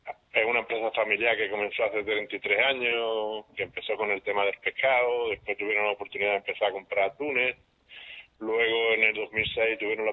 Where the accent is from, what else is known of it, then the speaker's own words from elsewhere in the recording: Barbate, Andalusia, Spain; Y la verdad que en mi pueblo ha sido un éxito este año la feria. Un incremento de personas impresionante, vamos, como nunca.